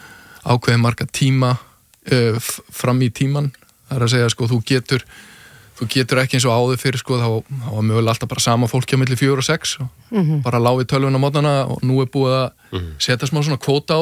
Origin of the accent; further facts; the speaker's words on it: Hafnarfjörður, Capital Region, Iceland; ég ólst upp í Hafnarfirðinum að golfklúbbur Keili bara byrjaði þar 7-8 ára gamall.